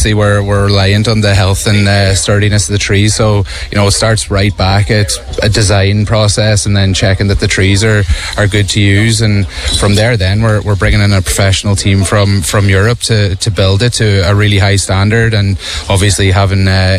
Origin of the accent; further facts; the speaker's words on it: Donegal, Ulster, Ireland; moved away; No, I'm a long way from home. I'm from Donegal.